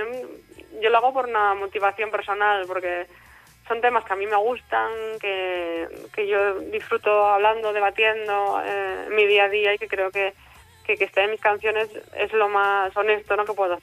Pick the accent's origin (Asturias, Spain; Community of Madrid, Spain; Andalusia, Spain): Asturias, Spain; Y a mí me sorprendió que yo no fuera, siendo sobre todo asturiana, ¿no?